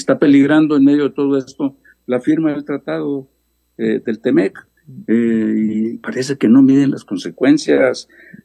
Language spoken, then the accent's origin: Spanish; Mexico; a mí me da vergüenza como mexicano, sobre México